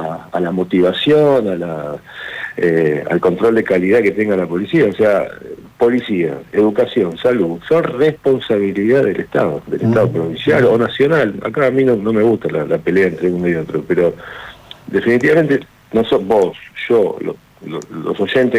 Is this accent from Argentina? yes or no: yes; Argentina; nosotros somos argentinos, pagamos los impuestos, nos esforzamos, estudiamos, trabajamos, somos productivos.